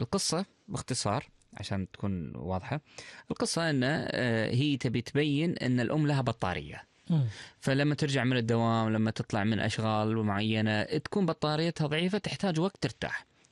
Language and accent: Arabic; Kuwait; والله أنا أشوف بالمكاتب اللي موجودة عندنا بالكويت